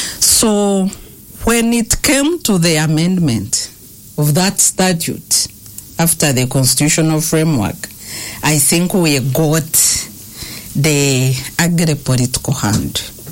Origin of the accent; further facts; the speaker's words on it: Western Region, Uganda; the kingdom would add value in Ankole. That's where I come from.